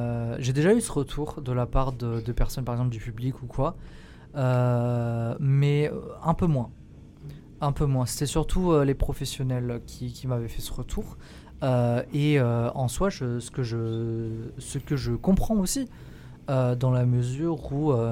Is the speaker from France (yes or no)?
yes; Occitanie, France; moved away as an adult; now in Grenoble, France; Alors moi, je ne suis pas de Grenoble à la base. Moi, je viens du sud de Perpignan. Donc vraiment Pyrénées-Orientales. Tu prends la bagnole en 20 minutes en Espagne. Tu vois, c'est vraiment le sud de ouf. Après j'ai beaucoup bougé pendant et après mes études